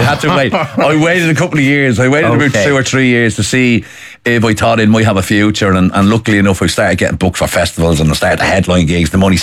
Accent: Dublin, Leinster, Ireland; Maybe I grew up in Finglas and Ballymun, so you know I'm surrounded by characters like that all the time.

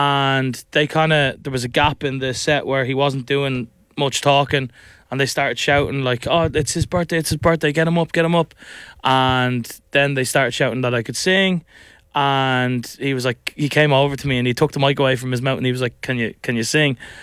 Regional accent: Ireland; I'm an independent Irish artist.

